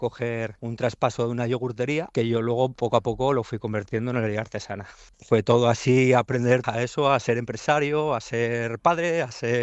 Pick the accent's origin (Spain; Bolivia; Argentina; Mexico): Spain; Avilés, Asturias; a pesar de que yo soy de aquí de Avilés